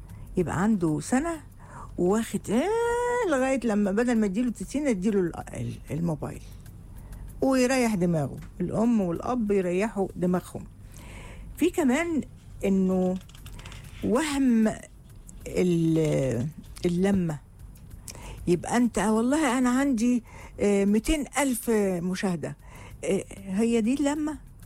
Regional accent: Egypt

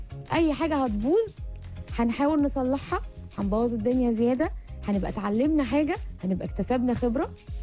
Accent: Egypt; احنا كمصريين بس كلنا عندنا المفرش المعين كده الصغير اللي بيتحط على التلفزيون من فوق ده

